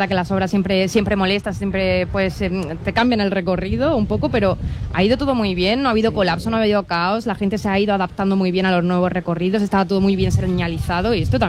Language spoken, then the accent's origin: Spanish; Adra, Andalusia, Spain; now in Almería, Spain; Yo soy de Adra, como saben muchos sí, oyentes.